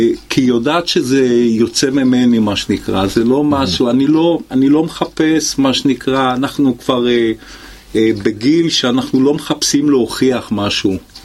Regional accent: Haifa, Haifa District, Israel; אני נולדתי בחיפה.

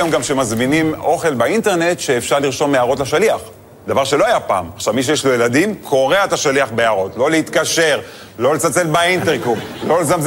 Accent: Netanya, Central District, Israel; האמת, אני גדלתי בנתניה.

